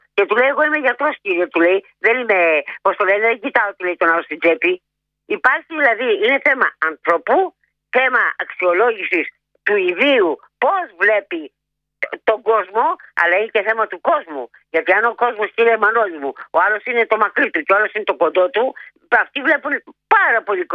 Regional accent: Chalcis, Central Greece, Greece; Γιατί είμαι από τη Χαλκίδα και δεν τη γυρίζω πίσω.

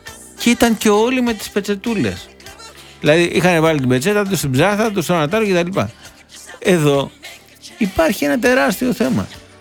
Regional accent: Corfu, Ionian Islands, Greece

